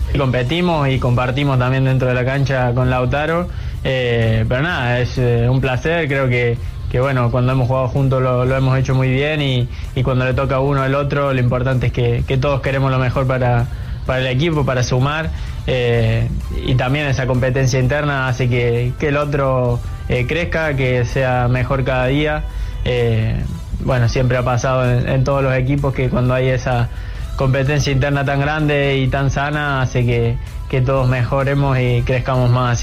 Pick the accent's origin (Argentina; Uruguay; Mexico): Argentina; Bueno, como argentino siempre la ilusión está y siempre pensamos en ser campeones